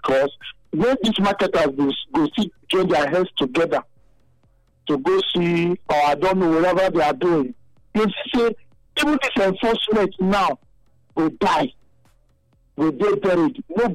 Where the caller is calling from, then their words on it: Benin City, Edo, Nigeria; I'm from Benin.